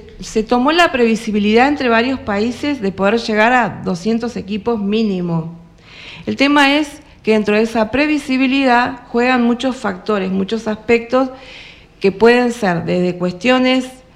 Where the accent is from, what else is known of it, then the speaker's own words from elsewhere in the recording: Chubut, Argentina; más siendo patagónica, chubutense